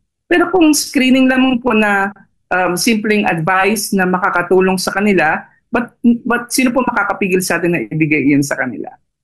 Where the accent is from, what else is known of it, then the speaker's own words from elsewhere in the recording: Cainta, Rizal, Philippines; Diyan po sa lighthouse sa Cainta. E, taga Cainta po ako, so madali lang pumunta.